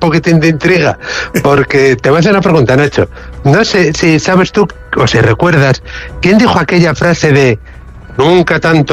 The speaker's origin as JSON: {"language": "Spanish", "country": "Spain", "said": "somos españoles y los españoles tratamos así a nuestros próceres"}